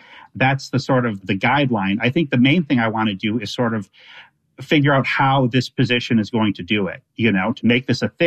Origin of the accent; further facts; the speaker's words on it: Milwaukee, Wisconsin, United States; And growing up in Milwaukee, there was a great comics section in the Milwaukee Journal and then the Milwaukee Journal Sentinel growing up.